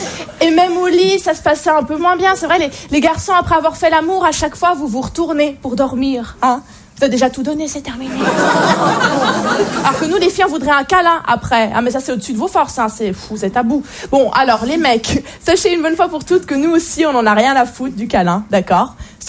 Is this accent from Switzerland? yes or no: yes; Switzerland